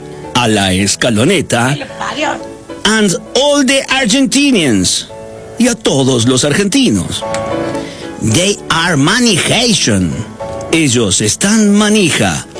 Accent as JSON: {"language": "Spanish", "region": "England", "country": "United Kingdom", "second_language": "Spanish", "said": "I am an Englishman. Soy un ciudadano inglés."}